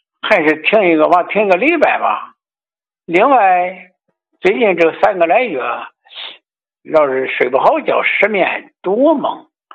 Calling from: Shijiazhuang, Hebei, China; 我是石家庄桥西区的。

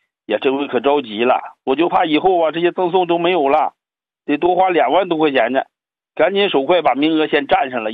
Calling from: Songyuan, Jilin, China; 王老师，我家是吉林松原市的。

